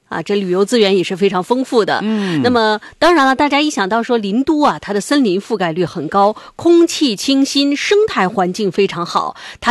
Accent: Harbin, Heilongjiang, China; 其实我们哈尔滨人很多哈，对它还是挺熟悉的

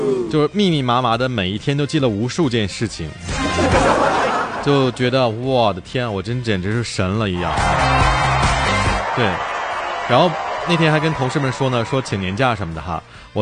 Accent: China; 其实我们中国人对四这个数字哈

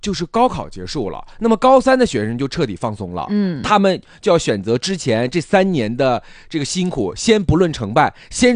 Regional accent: Northeast China, China; 尤其是我们东北人去一趟很不容易

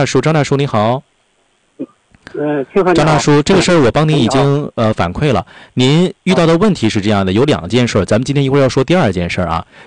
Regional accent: Northeast China, China; accent: Northeastern Mandarin; 环卫工人不就随身，咱们东北话讲有点带的像那个撮子似的吗？

